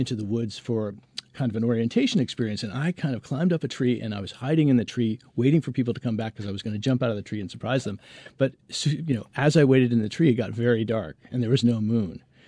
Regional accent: Vermont, United States; As a Vermonter, as a Vermont writer

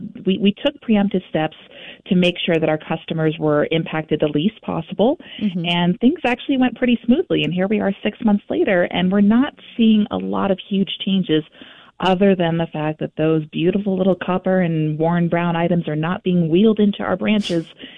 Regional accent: Maine, United States; Well, so for me, I'm actually not from Vermont. I grew up in central Maine, and I used to vacation up in Vermont with my grandparents

